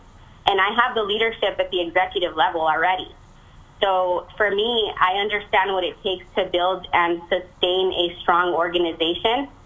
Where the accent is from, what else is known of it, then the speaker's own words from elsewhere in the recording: Dona Ana, New Mexico, United States; I grew up here in Doniana. This is my home, and I really care deeply about where we are headed.